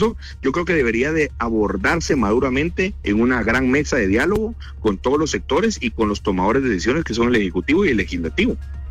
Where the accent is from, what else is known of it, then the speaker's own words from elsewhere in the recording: Guatemala; único que no es rígido son los costos de los extranjeros que nos imponen aquí a los guatemaltecos, y somos los guatemaltecos los que pagamos las utilidades de estos extranjeros que vienen aquí a Guatemala